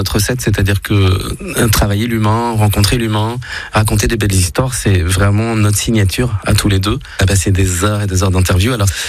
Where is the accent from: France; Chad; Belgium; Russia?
Belgium; also born or lived in India; Moi, je suis né en Inde. J'étais adopté en Belgique.